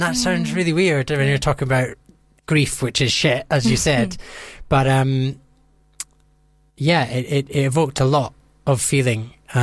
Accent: Scotland, United Kingdom; I'm from Scotland.

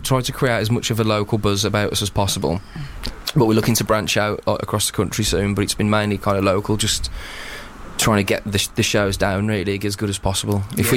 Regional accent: Wolverhampton, West Midlands, United Kingdom; I grew up in Wolverhampton, which is just a bit down from Brum. It's like a 15-minute train ride, but so it's still relatively local.

